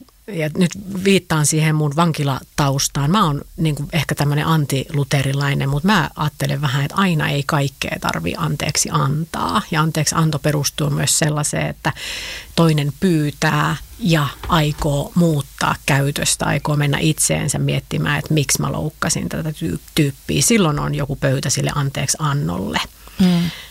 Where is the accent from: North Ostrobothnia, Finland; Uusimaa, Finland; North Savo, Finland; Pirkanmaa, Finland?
North Savo, Finland; Varkaus; olen itse Savosta kotoisin. Eli olen Varkaudesta kotoisin.